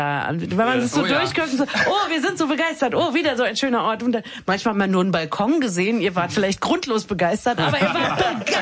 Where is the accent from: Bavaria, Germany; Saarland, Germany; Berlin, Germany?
Berlin, Germany; Also ich bin in Berlin aufgewachsen. Ich habe ganz wenig Zeit außerhalb der Stadt verbracht.